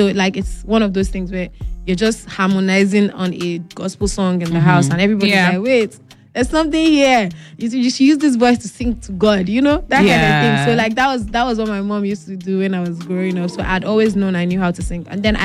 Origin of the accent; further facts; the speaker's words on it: Port Harcourt, Rivers, Nigeria; Growing up in Port Harcourt was, I mean, of course, you've heard the stereotype.